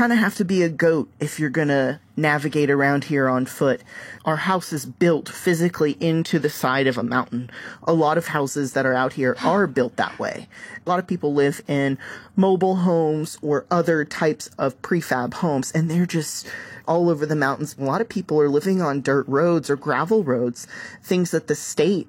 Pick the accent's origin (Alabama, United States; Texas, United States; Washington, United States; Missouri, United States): Texas, United States; moved away as an adult; also born or lived in Florida; now in Southwest Virginia, United States; So I grew up in Texas, then I moved to Florida for 6 years to do graduate school, and then I came up to Southwest Virginia.